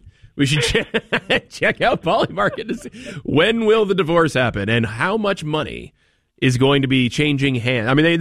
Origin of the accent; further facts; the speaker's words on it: Bangor, Maine, United States; Obviously Boston is near us, but I grew up in Bangor.